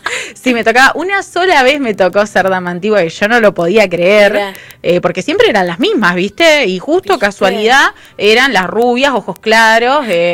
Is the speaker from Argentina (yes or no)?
yes; Argentina; no la pasamos bien como argentinos.